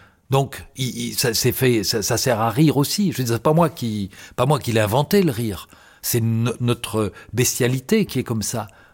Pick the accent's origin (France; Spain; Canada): France; Je veux dire, en France, qu'est-ce qu'on en a à foutre de la francophonie ? Non, on est français, monsieur.